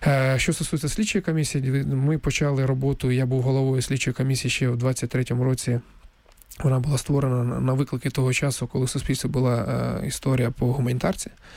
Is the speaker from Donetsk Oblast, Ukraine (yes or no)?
yes; Donetsk, Donetsk Oblast, Ukraine; moved away as an adult; тому що дійсно я сам з Донецька